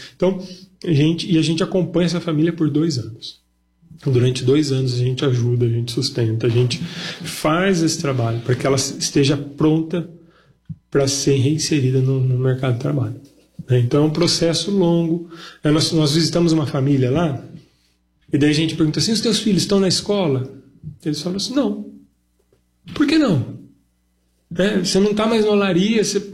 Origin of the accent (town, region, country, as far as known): Brazil